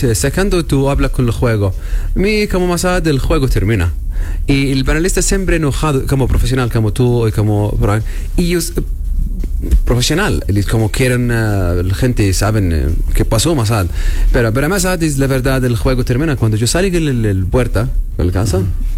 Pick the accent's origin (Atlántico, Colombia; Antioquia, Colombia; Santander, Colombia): Antioquia, Colombia; Medellín; Yo veo, soy de Medellín, Colombia.